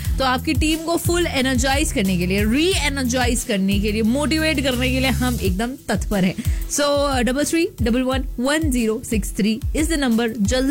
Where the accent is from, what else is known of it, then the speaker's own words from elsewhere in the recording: Bhopal, Madhya Pradesh, India; now in Qatar; And मैं भोपाल से हूँ.